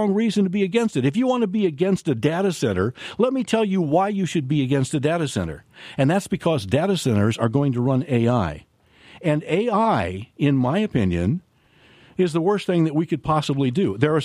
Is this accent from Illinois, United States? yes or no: yes; Clinton, Illinois, United States; Meta, in my hometown of Clinton, has approached Exelon, that owns the nuclear generating plant at Clinton Lake